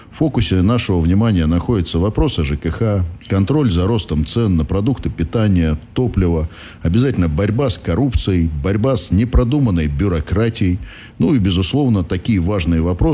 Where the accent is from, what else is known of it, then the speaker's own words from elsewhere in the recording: Sverdlovsk Oblast, Russia; Родом я из Свердловской области, вся линия по отцу здесь работала, жила, защищала страну.